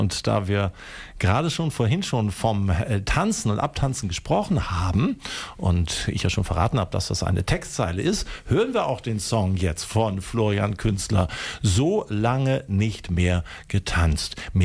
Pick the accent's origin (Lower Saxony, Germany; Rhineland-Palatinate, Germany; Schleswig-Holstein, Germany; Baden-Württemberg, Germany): Schleswig-Holstein, Germany; Kiel; Ich bin ja auch nördlich, ich komme aus Kiel.